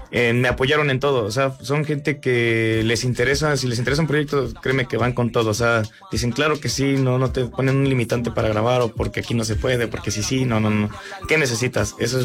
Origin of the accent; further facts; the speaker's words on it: Tezontepec de Aldama, Hidalgo, Mexico; dicen que soy oriundo de Tezontepec